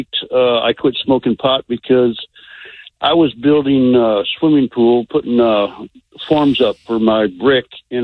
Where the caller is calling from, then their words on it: Bradenton, Florida, United States; from Bradenton.